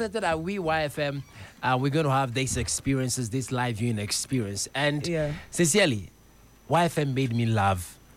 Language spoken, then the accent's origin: English; Ghana; I'll disown myself from being a Ghanaian.